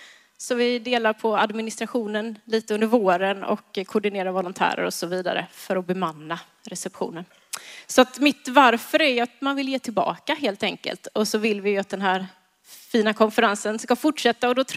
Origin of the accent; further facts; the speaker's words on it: Habo, Jönköping County, Sweden; Och jag är uppvuxen i Habo.